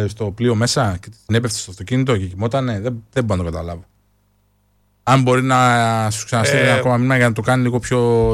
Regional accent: Thessaloniki, Central Macedonia, Greece; κοροϊδεύουμε που είμαστε από τη Θεσσαλονίκη

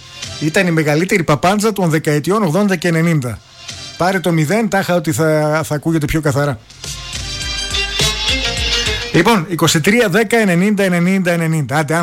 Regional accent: Thessaloniki, Central Macedonia, Greece; μεγαλώσαμε έτσι στις Αλάνες τότε. Εμείς ειδικά που ήμασταν εδώ, Τούμπα, που ήταν ακόμα, ξέρεις, πολύ, πολύ Αλάνα

